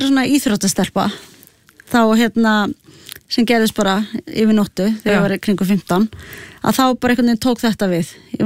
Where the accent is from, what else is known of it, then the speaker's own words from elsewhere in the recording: Reykjavík, Capital Region, Iceland; also born or lived in Sweden; ég fæddist í Reykjavík og svo alinn upp í, hérna, í Svíþjóð frá 2 til 6 ára.